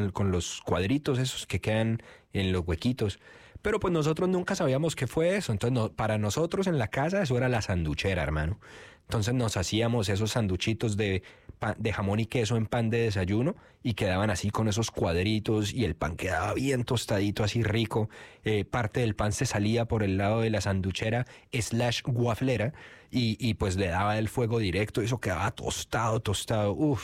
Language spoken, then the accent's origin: Spanish; Bucaramanga, Santander, Colombia; moved away; ni siquiera sé si en Bucaramanga, que es la ciudad de donde soy yo